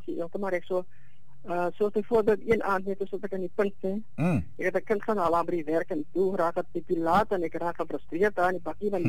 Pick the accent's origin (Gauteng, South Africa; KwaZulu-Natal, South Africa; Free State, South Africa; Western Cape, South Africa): Western Cape, South Africa; Hartenbos; born there; also born or lived in Mossel Bay; Ja, ek het in Hartenbos groot geword as een kind. Ons het in die sandpad gebleef